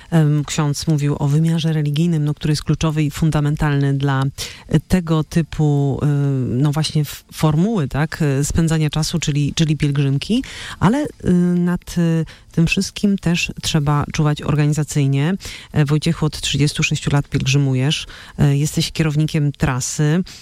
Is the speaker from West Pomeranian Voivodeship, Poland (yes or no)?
no; Częstochowa, Silesian Voivodeship, Poland; Ja rozumiem, ja też jestem częstochowianką, więc pozdrawiam wszystkich częstochowian, tak?